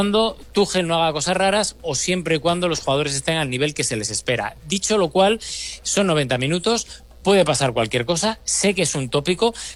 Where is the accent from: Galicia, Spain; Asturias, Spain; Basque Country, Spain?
Asturias, Spain; porque yo soy español, los dos somos asturianos y del Sporting de Gijón